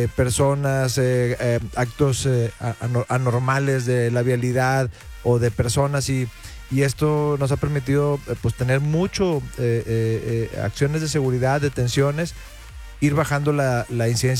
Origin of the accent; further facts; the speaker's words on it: Monterrey, Nuevo León, Mexico; todo el mundo sabemos que somos aquí de Monterrey, la área metropolitana o de Nuevo León